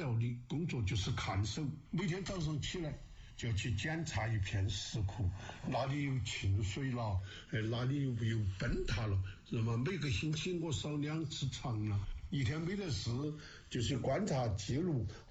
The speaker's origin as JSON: {"language": "Chinese", "region": "Sichuan", "country": "China", "said": "把大足石刻搞闹热了。你们叫热闹，我们四川人叫闹热。"}